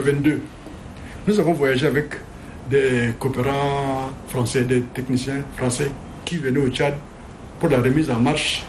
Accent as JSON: {"language": "French", "country": "Romania", "moved": "as an adult", "said": "je lui ai dit que voilà, je suis étudiant, je viens de la Roumanie, j'ai mon diplôme, je suis un ingénieur"}